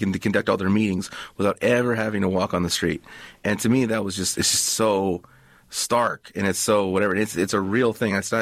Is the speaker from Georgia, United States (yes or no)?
no; Los Angeles, California, United States; Well, growing up in El Sereno, it was a very beautiful thing. It's a very wonderful, great neighborhood, very vibrant.